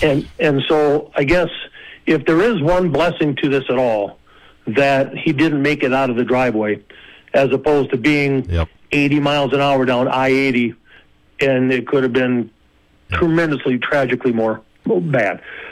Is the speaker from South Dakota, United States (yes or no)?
yes; Sioux Falls, South Dakota, United States; being a kid growing up in Sioux Falls